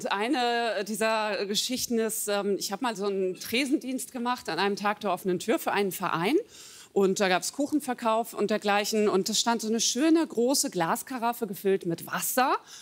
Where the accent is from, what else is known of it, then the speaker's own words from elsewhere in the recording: Northern Germany, Germany; Ja, bei uns in Norddeutschland sagt man wieder Ochs vorm Scheuerdor.